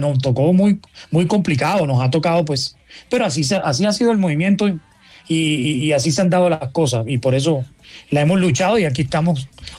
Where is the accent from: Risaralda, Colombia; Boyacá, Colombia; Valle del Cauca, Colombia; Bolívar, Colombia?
Bolívar, Colombia; Cartagena; generación del tropipop son pelados que llegaron de Bucaramanga, del eje cafetero, de la costa, como yo que llegué de Cartagena, de muchas partes, y nos encontramos acá con todas estas historias chéveres